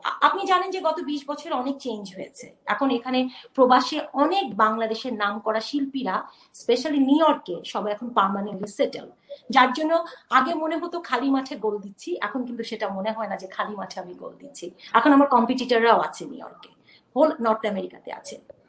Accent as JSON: {"language": "Bangla", "country": "Bangladesh"}